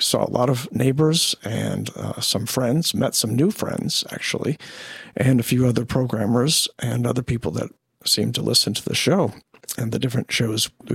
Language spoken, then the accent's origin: English; Dearborn, Michigan, United States; as a kid growing up in Dearborn, Michigan.